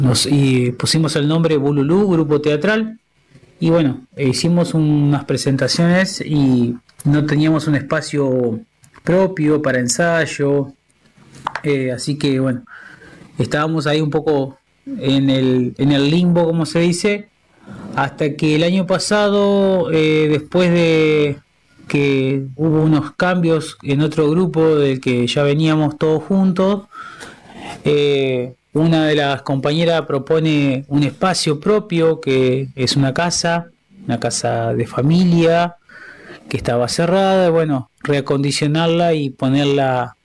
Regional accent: Santa Elena, Entre Ríos, Argentina; de Santa Elena, Entre Ríos.

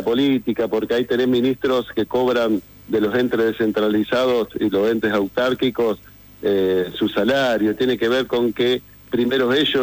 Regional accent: Concepción del Uruguay, Entre Ríos, Argentina; Yo vengo de una localidad, vivo en una localidad, soy oriundo de Concepción del Uruguay

